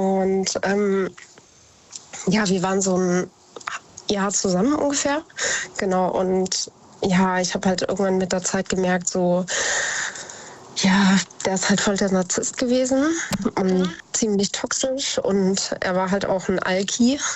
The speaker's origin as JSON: {"language": "German", "town": "Idstein", "region": "Hesse", "country": "Germany", "tie": "born or raised there"}